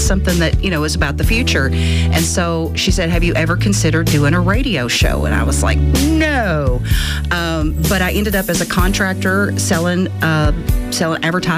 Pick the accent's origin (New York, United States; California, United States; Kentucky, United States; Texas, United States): Kentucky, United States; I'm originally from Montgomery County, but I ended up living in Powell County